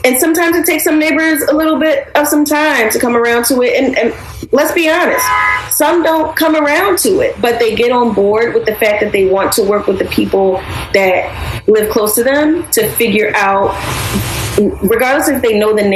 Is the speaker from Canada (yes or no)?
no; Philadelphia, Pennsylvania, United States; I lived in a lot of different neighborhoods in North Philly growing up. And I made Brewerytown Sharswood my home almost 14 years ago.